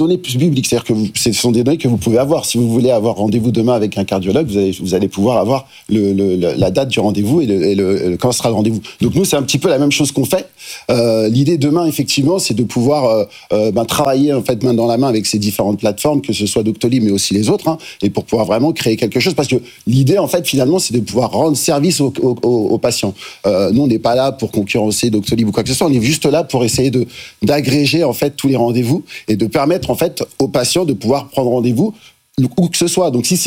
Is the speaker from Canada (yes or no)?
no; Lyon, Auvergne-Rhône-Alpes, France; Moi, je viens de Lyon.